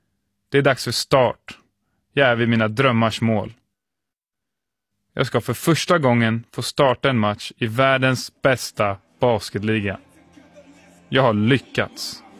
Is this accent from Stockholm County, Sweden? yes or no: yes; Nacka, Stockholm County, Sweden; Det jag har strävat efter sedan jag var en liten kille hemma i Nacka.